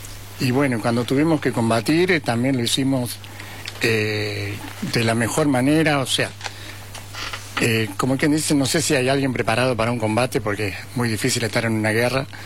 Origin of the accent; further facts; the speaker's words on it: Calchaquí, Santa Fe, Argentina; born there; moved away; also born or lived in Justiniano Posse / Ordoñez; Yo soy nacido en Calchaquí, Santa Fe.